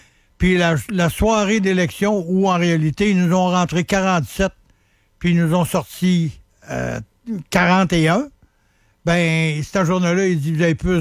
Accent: Quebec, Canada; on est des Québécois

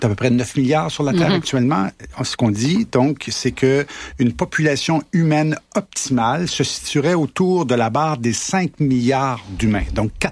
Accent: Quebec, Canada

